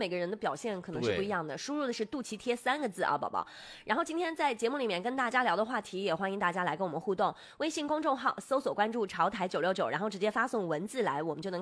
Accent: Inner Mongolia, China; moved away; 我是内蒙古人。而且我生在，就从小我是生长在那种草原腹地的嘛、就在锡林郭勒草原

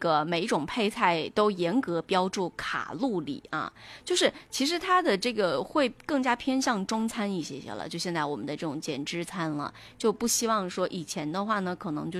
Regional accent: China

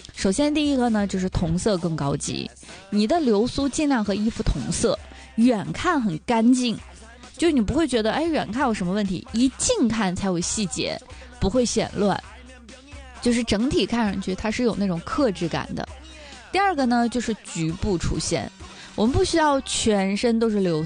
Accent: Northeast China, China; 就我们东北话说一打眼儿就好看

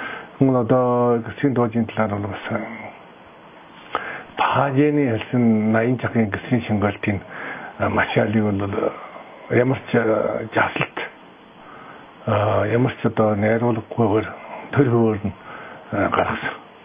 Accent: Inner Mongolia, China; Би бол одоо Өвөр Монголын улаад төтийн Бэрмбар хошууны Шармөрөн сум төрж өссөн нэ. Малчны хөвгт.

